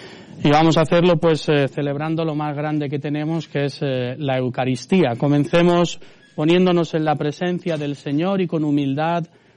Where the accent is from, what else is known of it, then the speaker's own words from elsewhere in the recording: Spain; vengo de España.